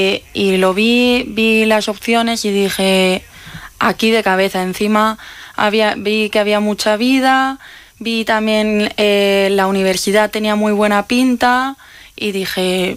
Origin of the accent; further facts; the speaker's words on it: Teruel, Aragon, Spain; soy de Teruel.